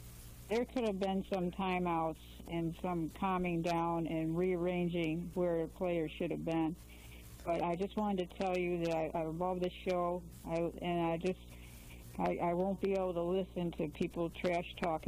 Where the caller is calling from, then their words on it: Syracuse, New York, United States; I'm from Syracuse